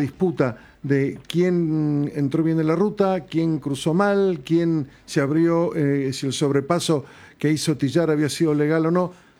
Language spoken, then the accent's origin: Spanish; Mendoza, Argentina; Mi otra tierra es Mendoza. Mi tierra es Mendoza.